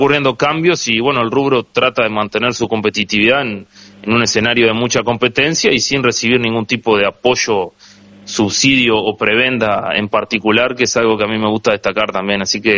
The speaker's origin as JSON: {"language": "Spanish", "country": "Uruguay", "said": "como uruguayos somos bastante conservadores"}